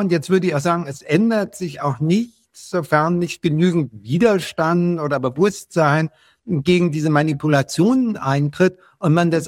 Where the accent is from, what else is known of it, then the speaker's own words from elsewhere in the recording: Berlin, Germany; born there; Ich bin in West-Berlin geboren, so, und man konnte nach Ost-Berlin rüberschauen.